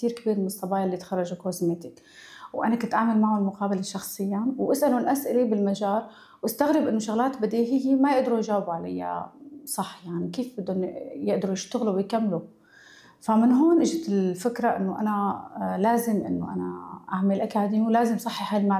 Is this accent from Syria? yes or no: yes; Syria; moved away as an adult; now in Berlin, Germany; من سوريا، صاحبة مركز أكاديمية غالية للتجميل ببرلين. وصلت على ألمانيا بال 2015 وبلشت باللغة